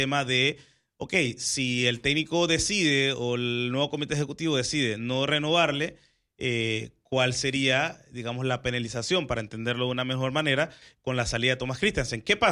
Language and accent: Spanish; Panama